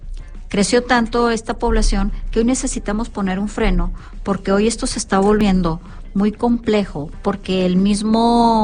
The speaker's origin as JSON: {"language": "Spanish", "town": "Monterrey", "region": "Nuevo León", "country": "Mexico", "tie": "born or raised there", "said": "Yo nací, crecí y vivo en Monterrey y soy más regia que la carne asada, quizás."}